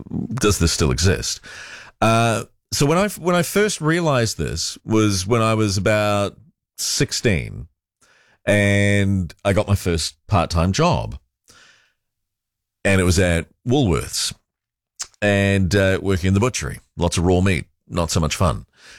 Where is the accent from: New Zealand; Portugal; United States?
New Zealand; also born or lived in Malaysia; when we moved back to New Zealand, having lived in Malaysia, where I really, even though I was born in New Zealand, where I didn't feel especially New Zealand-like